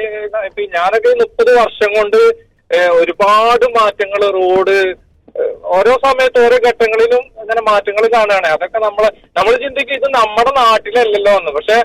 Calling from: Dubai, United Arab Emirates; ഞാൻ ദുബായിൽ നിന്നാണ്.

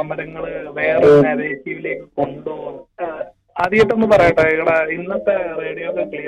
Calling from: Mankada, Kerala, India

